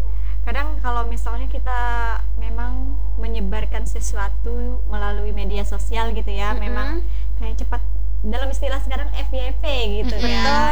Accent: Kapuas, Central Kalimantan, Indonesia; Tentunya kalau di daerah aku ya di Kapuas ini ya, yang banyak umat Hindunya itu ada ngaben namanya

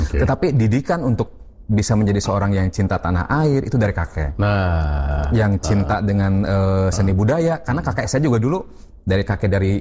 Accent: Kuningan, West Java, Indonesia; Camat di desa saya di Kalimanggis itu minta saya untuk mewakili kecamatan di ajang Pasanggiri, Mojang dan Jajaka Kuningan. 2008. Itu pasca saya baru saja lulus S1. Artinya memang waktu itu memang saya masih sekitar 22-23

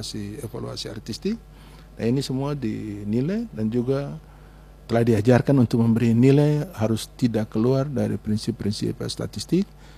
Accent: Maluku, Indonesia; sebagai orang Maluku

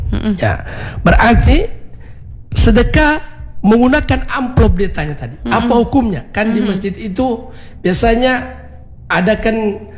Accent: Ampana, Central Sulawesi, Indonesia; Ampana satu kampung saya itu.

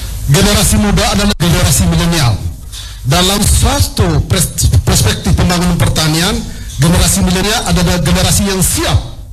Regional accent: Indonesia; di Desa Manulondo, kampung saya tercinta ini, yaitu Kampung Mahkota.

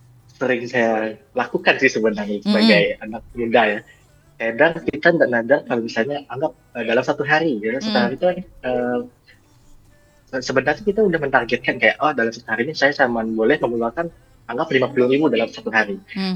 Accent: Pontianak, West Kalimantan, Indonesia; now in Sanggau, Indonesia; Kalau saya kan memang kebetulan saya kan orang Pontianak yang kerja di Sanggau dan kebetulan ada ngekos gitu kan.

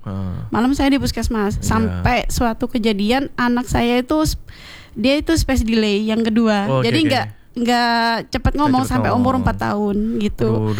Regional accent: Kalisat, East Java, Indonesia; saya ingin mengangkat nama desa saya. Saya kira memang di Indonesia ini nggak ada lagi ya nama Pocangan kecuali di desa saya.

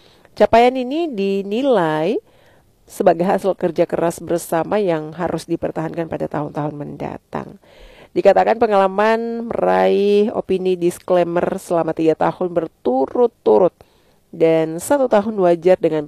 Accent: Maluku, Indonesia; kita orang Maluku

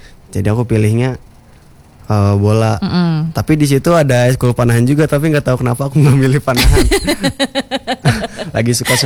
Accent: Tangerang, Banten, Indonesia; born there; Aku lahir di Tangerang. Mm-hmm. 29 Agustus 2008.

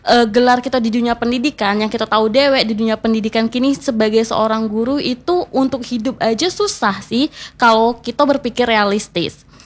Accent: Air Napal district, Bengkulu, Indonesia; Untuk asli sih ingat orang Bengkulu Utara di Kerkap, tepatnya di Desa Talangkering, Kecamatan Air Napal.

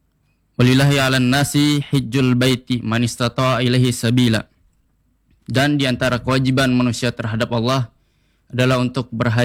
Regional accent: Central Kalimantan, Indonesia; moved away as an adult; now in Palangka Raya, Indonesia; Asal saya dari Katingan.

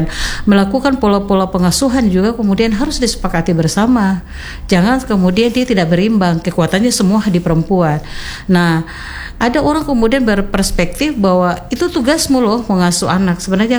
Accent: North Maluku, Indonesia; saya ini orang Kayowa, Bajo, otomatis saya suara saya agak sedikit keras gitu ya, sedikit keras. Karena apa? Saya dilahirkan di pinggir pantai yang ombaknya besar.

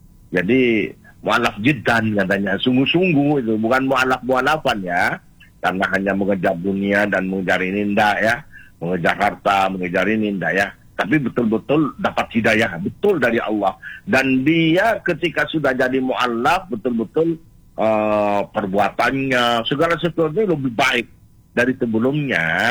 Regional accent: East Java, Indonesia; Jadi dari Banyuwangi di daerah saya situ Bondo situ sampai ke Pasuruan

